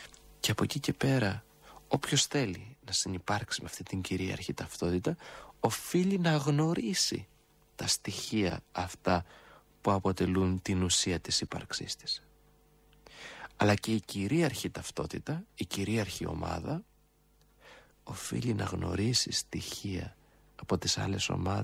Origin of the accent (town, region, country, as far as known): Greece